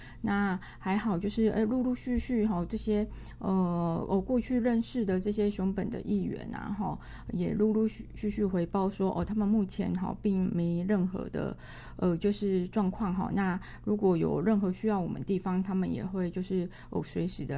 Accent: Taiwan; now in Kaohsiung, Taiwan; 我们台湾人

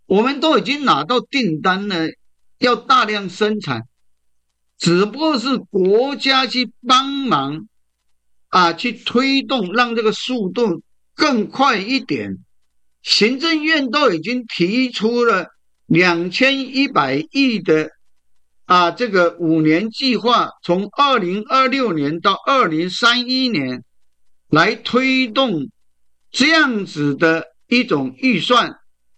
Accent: Taiwan

